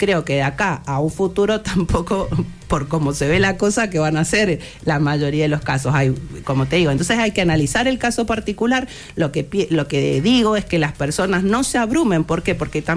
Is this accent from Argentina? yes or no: yes; Argentina